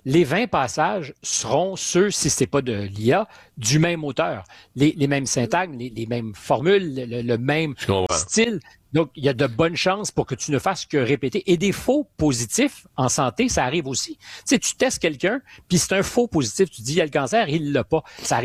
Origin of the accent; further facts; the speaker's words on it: Quebec, Canada; now in France; chez nous au Québec